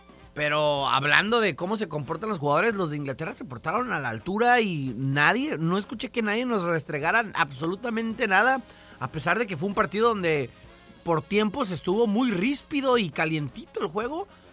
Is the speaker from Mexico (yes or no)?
yes; Mexico; nosotros como mexicanos también pasamos muchas veces por esas cosas